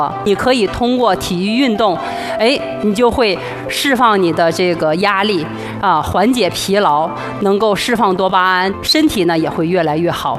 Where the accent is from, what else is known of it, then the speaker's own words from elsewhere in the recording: Northeast China, China; 我是东北人，所以呢我特别喜欢吃家乡的菜，我们出国比赛都会带东北的大酱大葱。